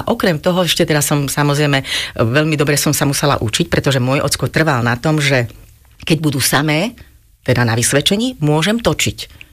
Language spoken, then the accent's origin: Slovak; Bratislava, Bratislava Region, Slovakia; vyrastala som úplne od malilinkata, od jasličiek, škôlky, základnej školy, gymnázia. Všetko som absolvovala v týchto Krasňanoch